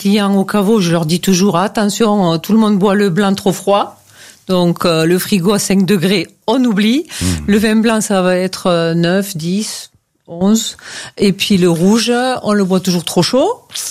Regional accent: Occitanie, France; ils venaient chez nous dans le Languedoc.

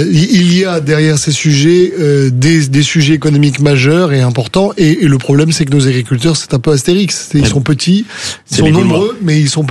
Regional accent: Provence-Alpes-Côte d'Azur, France; je viens de la Provence qui était le verger de ce pays

